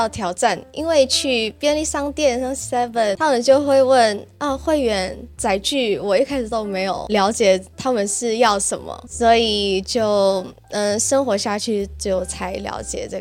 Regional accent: Indonesia; Chinese is a second language; now in Taiwan; 因为我们印尼人如果想要来台湾留学是需要通过那个华文考试、嗯、所以我在印尼的时候有考过、嗯、所以应该是说有可以一点点中文

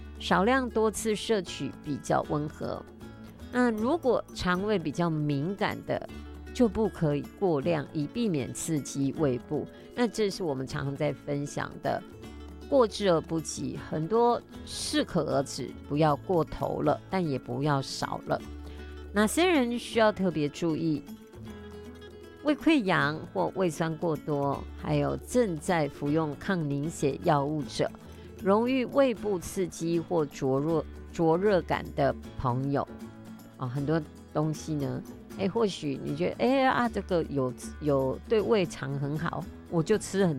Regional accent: Taiwan; 我们台湾人

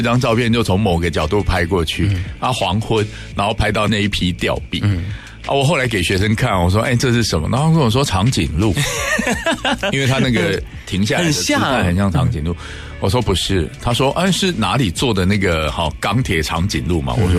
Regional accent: Kaohsiung, Taiwan; 我们高雄人

